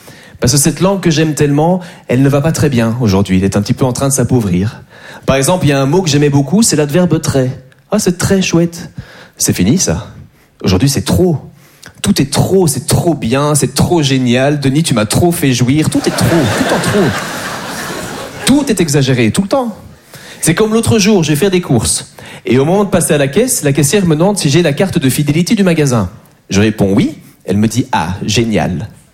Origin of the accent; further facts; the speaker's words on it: Belgium; Moi j'adore les Français, même si je suis belge